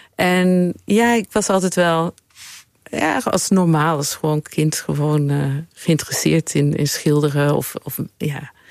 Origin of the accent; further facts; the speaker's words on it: Linkebeek, Flanders, Belgium; also born or lived in Bakkum, Netherlands; Ik ben in Bakkum geboren. Maar daar stond geen gemeentehuis. Dus er staat Castricum in mijn paspoort. En later zijn we naar Brussel verhuisd. In het in Linkebeek. Een klein dorpje aan het zuiden van Brussel.